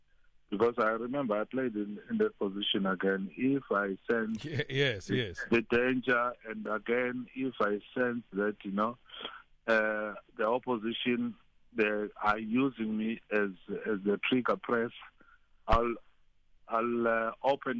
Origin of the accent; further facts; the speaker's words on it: South Africa; our mindset as South African players